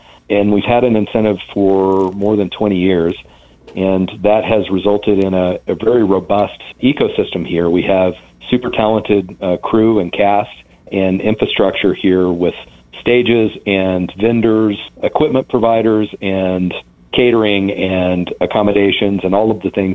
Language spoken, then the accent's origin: English; New Mexico, United States; I grew up in New Mexico